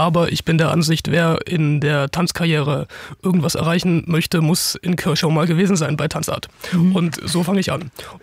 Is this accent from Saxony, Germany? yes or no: yes; Bautzen, Saxony, Germany; Und auch das gefällt mir persönlich sehr und ich bin dankbar, in Bautzen aufgewachsen zu sein.